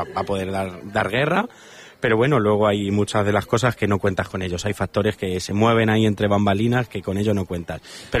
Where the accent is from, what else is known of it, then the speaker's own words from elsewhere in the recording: Spain; por lo menos como buen español celebrarlo con una fiesta.